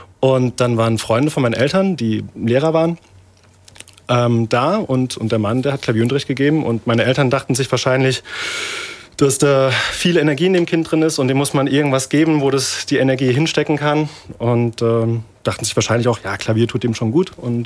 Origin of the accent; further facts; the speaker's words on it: Birkenhördt, Rhineland-Palatinate, Germany; Und die gibt es bei uns in Birkenhardt auch einmal im Jahr. Da gibt es dann 3 mickrige Stände, die Guzel, Dosen werfen und sonst noch was anbieten. Und als 5-jähriger Knirps habe ich da auch geworfen, aber nicht getroffen.